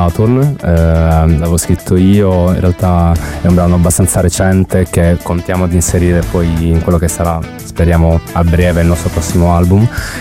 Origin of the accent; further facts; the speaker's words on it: Bari, Apulia, Italy; moved away as an adult; now in Bologna, Italy; Veniamo da Bologna, ma nessuno di noi tecnicamente è bolognese, ovvero che io vengo da Bari, mi sono trasferito a Bologna 8 anni fa.